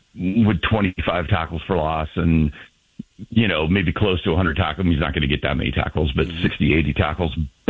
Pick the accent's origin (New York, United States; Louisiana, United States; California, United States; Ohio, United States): California, United States; Oakland; I'm 62, born and raised in Oakland